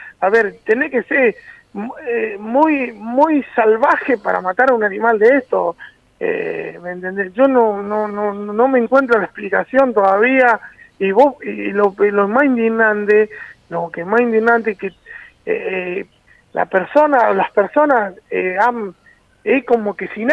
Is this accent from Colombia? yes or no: no; La Paz, Entre Ríos, Argentina; moved away; yo soy de La Paz, Entre Ríos